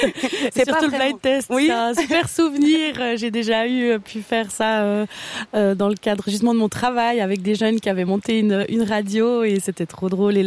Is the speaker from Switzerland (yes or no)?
yes; Fribourg, Switzerland; now in La Tour-de-Trême, Switzerland; j'ai grandi à Vaudrance, en Glane, et puis on était locataire dans une ferme